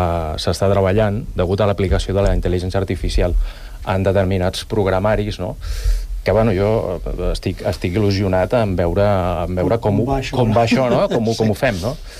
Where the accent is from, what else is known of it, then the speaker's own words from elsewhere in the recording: Sant Cugat del Vallès, Catalonia, Spain; jo per exemple soc de Volpelleres, visc a Volpelleres